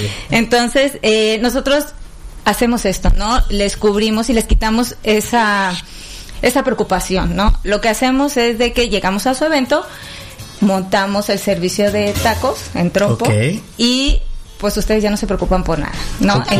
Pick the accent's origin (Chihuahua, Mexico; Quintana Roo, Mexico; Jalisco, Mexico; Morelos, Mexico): Morelos, Mexico